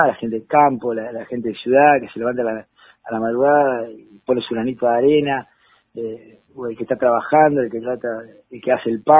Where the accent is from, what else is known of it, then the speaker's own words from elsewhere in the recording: Argentina; nada más como ciudadano argentino